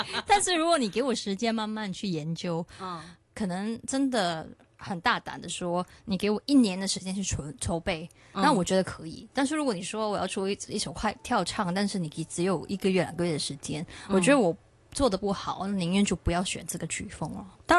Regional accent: Singapore; 我童年不在香港长大，就是在新加坡

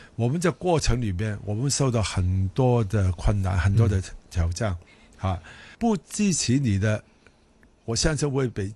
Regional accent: Hong Kong

